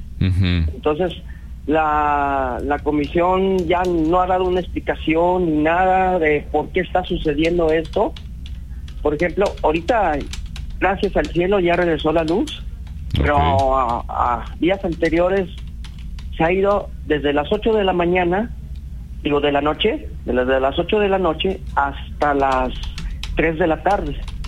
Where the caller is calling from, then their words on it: Mexico; Vivo en México